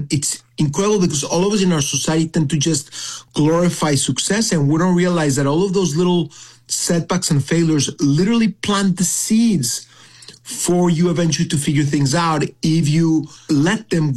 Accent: Mexico; I grew up in Mexico. My father grew up in Lithuania

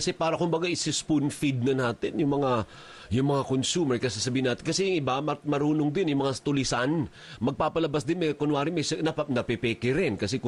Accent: Western Visayas, Philippines; Sa Ilonggo, ganun ang term sa amin.

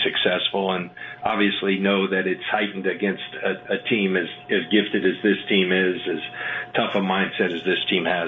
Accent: San Diego, California, United States; born or raised there; moved away

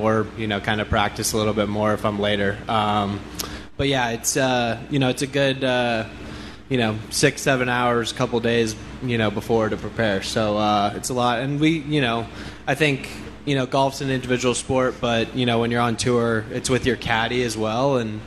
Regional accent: Scottsdale, Arizona, United States; Yeah, I mean, I think I grew up in Scottsdale, so very familiar with kind of like the desert golf kind of feel

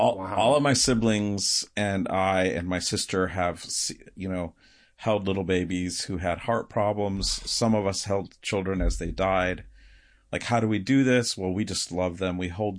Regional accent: Michigan, United States; So I grew up in Michigan

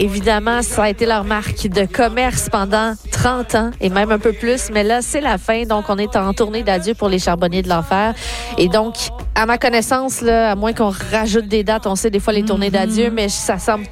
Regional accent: Gatineau, Quebec, Canada; pendant que je suis de passage dans ma ville natale à Gatineau

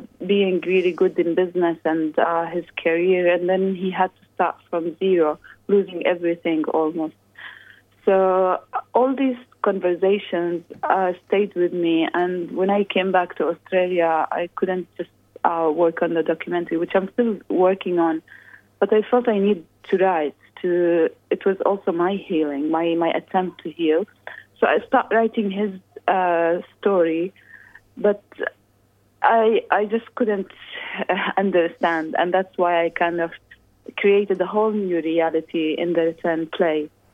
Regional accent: Jordan; And me as a Palestinian who was born and raised in Jordan, I can't wait to return to my homeland.

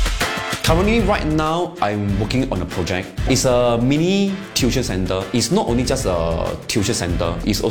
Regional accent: Singapore; as a Singaporean

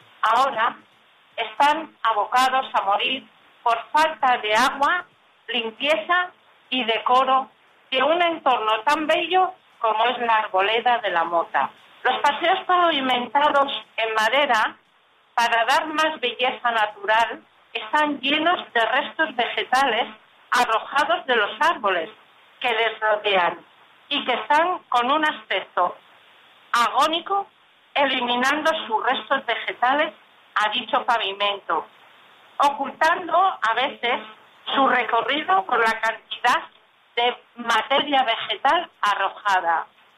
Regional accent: Benavente, Castile and León, Spain; born there; Soy una ciudadana de Benavente que me gusta esta ciudad porque en ella he nacido

